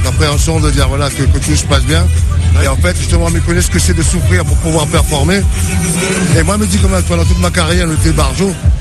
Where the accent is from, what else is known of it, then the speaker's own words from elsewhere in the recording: Saint-Pierre, Réunion; en tant que Saint-Pierrois, et moi, les fiers, justement, en tant que Réunionnais, en tant que Saint-Pierrois